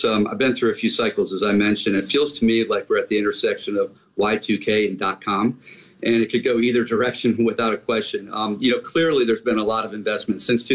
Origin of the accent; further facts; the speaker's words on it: Detroit, Michigan, United States; and I'm from Detroit, Michigan, so I can pick on Detroit, Cleveland, Pittsburgh, Chicago